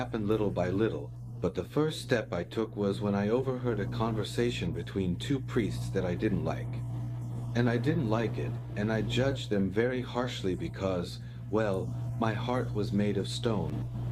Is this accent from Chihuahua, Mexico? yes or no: no; Mexico City, Mexico; now in Cancun, Mexico; I grew up in Mexico City, and I only came to Cancun after I was married and already had a child.